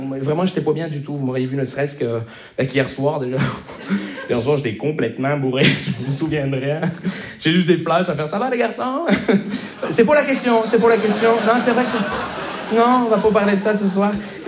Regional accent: Montreal, Quebec, Canada; je viens de Montréal.

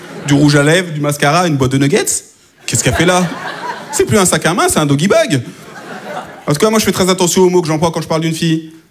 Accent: France; born there; Je lui dis non madame, je suis pantillais, je suis d'origine malienne. Elle me dit c'est bizarre parce que vous parlez bien français. J'ai dit madame, si je parle bien français, c'est peut-être parce que je suis né en France

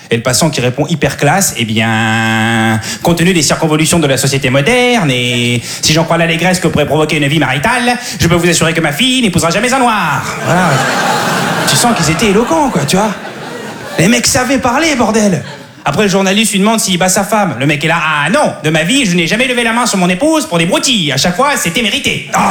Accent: Switzerland; je dis que je suis Suisse, il y en a un qui me fait « Mais non, t'es Suisse !»

